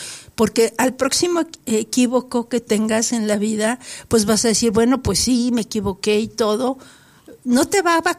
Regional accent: Mexico; cómo somos los mexicanos.

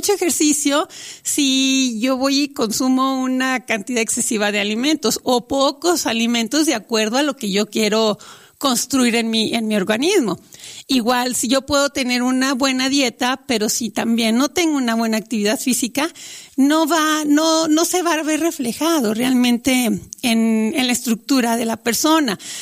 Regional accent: Mexico

